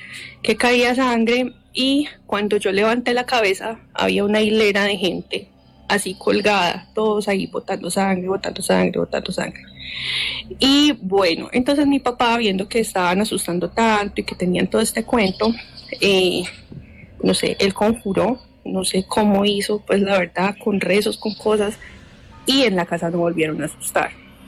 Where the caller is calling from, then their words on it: Armenia, Quindío, Colombia; yo vivo en Armenia.